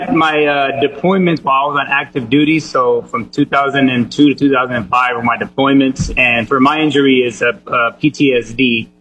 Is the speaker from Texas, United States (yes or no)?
yes; Fort Worth, Texas, United States; also born or lived in California; actually born in California, but as the saying goes, I got to Texas as fast as I could. At the age of two, I ended up, we moved to Texas, and I was raised there in Fort Worth.